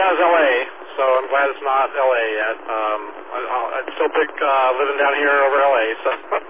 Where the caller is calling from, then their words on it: San Diego, California, United States; I live down in Mission Valley area